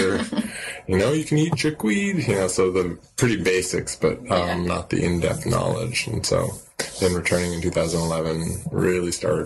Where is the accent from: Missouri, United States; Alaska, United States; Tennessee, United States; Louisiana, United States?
Alaska, United States; Fairbanks; also born or lived in Mentasta; I grew up in Fairbanks, kind of split between the two, Fairbanks and Mentasta, the village that my family's from. And so growing up, well, we lived on the fringe of Fairbanks, and so I was like really far out, kind of on the hill.